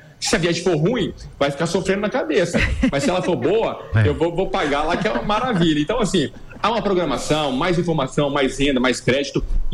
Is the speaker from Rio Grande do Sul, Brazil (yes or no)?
no; Rio de Janeiro, Brazil; A gente sabe como que é viajar para o Rio de Janeiro, que eu sou carioca, é uma dificuldade.